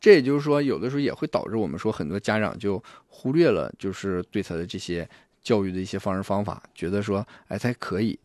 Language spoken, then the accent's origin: Chinese; Northeast China, China; 我们东北人